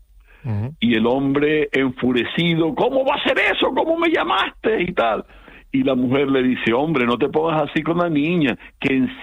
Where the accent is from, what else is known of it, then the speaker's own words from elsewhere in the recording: San Andrés y Sauces, Canary Islands, Spain; es mi pueblo